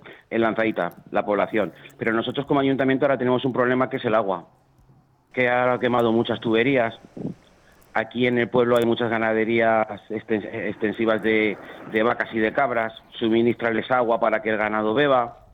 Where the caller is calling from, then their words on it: Casavieja, Castile and León, Spain; nosotros estamos en Casavieja